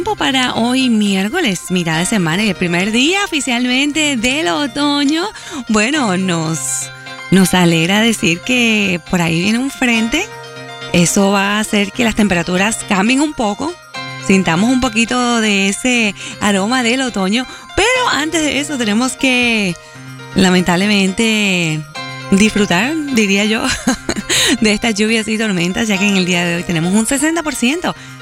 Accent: Florida, United States; yo crecí aquí en los Estados Unidos, aquí en la Florida

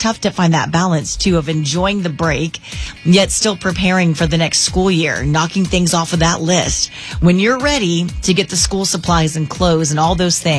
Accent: Florida, United States; I grew up here in Florida

